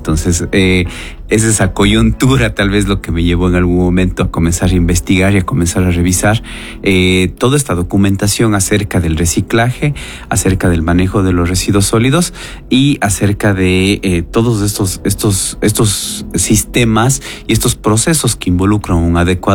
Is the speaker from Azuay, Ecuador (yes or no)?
yes; Cuenca, Azuay, Ecuador; ya que soy cuencano